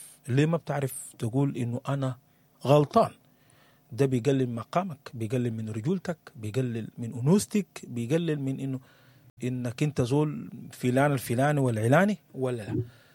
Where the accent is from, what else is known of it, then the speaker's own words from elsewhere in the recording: Sudan; البيئه اللي نشأنا فيها، يعني حتى اليوم في ثقافات كثيره عندنا في السودان